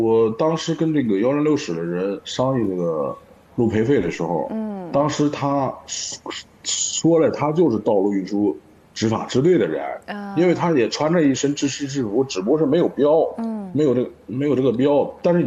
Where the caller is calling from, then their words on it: Hebei, China; 因为我是河北人，当时